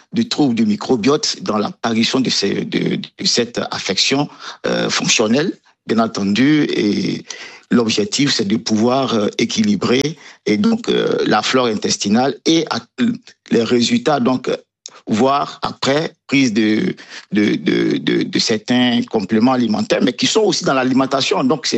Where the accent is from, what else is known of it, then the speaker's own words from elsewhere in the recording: Côte d’Ivoire; chez nous, en Afrique, aussi en Côte d'Ivoire